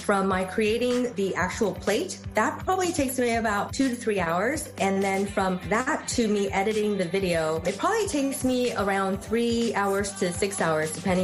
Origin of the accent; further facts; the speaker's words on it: California, United States; I'm from California, so my favorite season is award season.